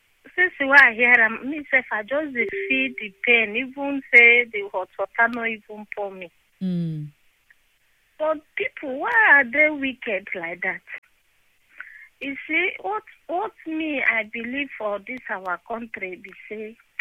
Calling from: Ikorodu, Lagos, Nigeria; I'm calling from Ikrodu.

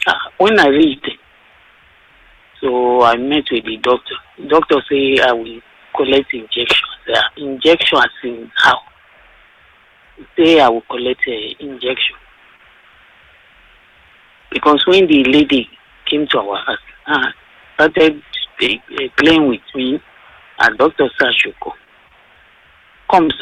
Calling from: Lagos, Nigeria

